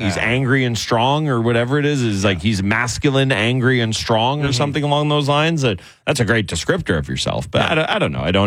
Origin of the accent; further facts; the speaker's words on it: Canada; I'm a pretty proud Canadian.